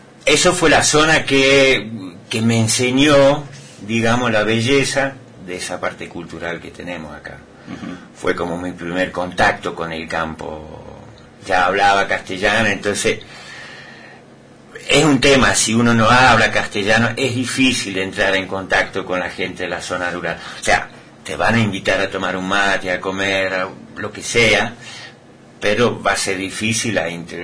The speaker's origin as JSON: {"language": "Spanish", "country": "Belgium", "first_language": "Flemish", "second_language": "Spanish", "moved": "as an adult", "said": "Pasa que Bélgica, nosotros tenemos tres idiomas oficiales. Tenemos el flamenco, que es el mismo que el holandés, que sería mi idioma. Después tenemos el francés y el alemán, que yo hablo francés"}